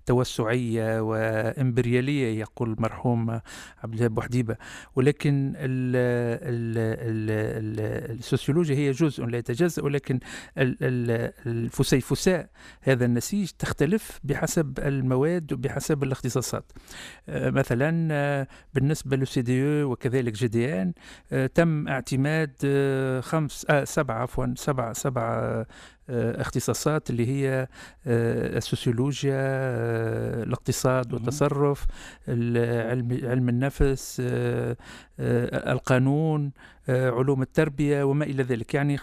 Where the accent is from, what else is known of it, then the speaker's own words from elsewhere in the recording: Tunisia; احنا في تونس تعودنا على الربط بين العلوم الاجتماعية والعلوم الإنسانية.